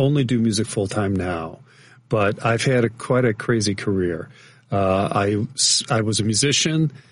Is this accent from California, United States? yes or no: yes; Elk Grove, California, United States; And she's from Elk Grove, and I grew up in Elk Grove.